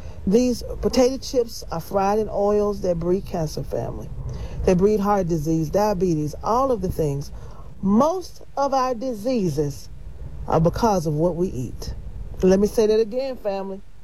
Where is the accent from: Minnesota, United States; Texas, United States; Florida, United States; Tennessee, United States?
Tennessee, United States; Memphis; I'm from Memphis, home of some of the best barbecue.